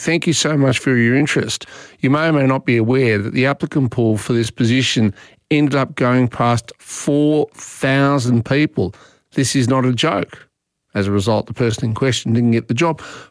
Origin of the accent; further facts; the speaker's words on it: Australia; I mean, I don't know we as ordinary Australian taxpayers what we would get having one Australian woman going up into space.